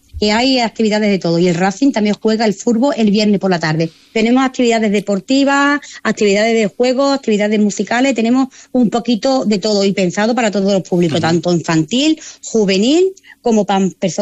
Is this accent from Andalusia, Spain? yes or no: yes; El Saucejo, Andalusia, Spain; Se pueden pasar por el Saucejo, que aquí tenemos el ambiente y mi gente, mi pueblo, responde y es muy servicial. Mi pueblo es muy servicial.